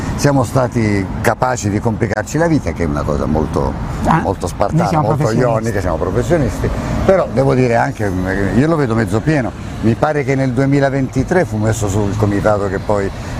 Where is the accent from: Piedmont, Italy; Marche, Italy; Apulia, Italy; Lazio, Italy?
Apulia, Italy; Taranto; moved away; Io poi da Tarantino, anche se vivo fuori